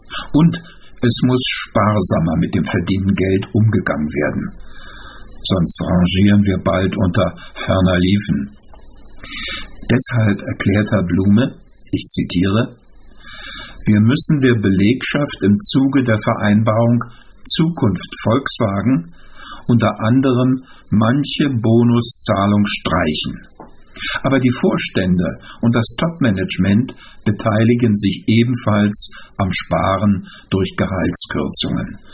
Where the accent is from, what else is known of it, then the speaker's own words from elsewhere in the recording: East Germany, Germany; Als Ossi musste ich nach unserer glücklichen Revolution lernen